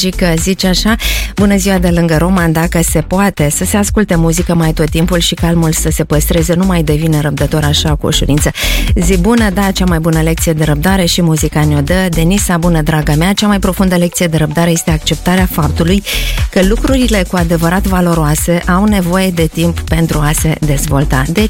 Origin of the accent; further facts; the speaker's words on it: Tărlungeni, Brașov County, Romania; Eu am copilărit lângă Brașov, Tărlungeni, așa se numește comuna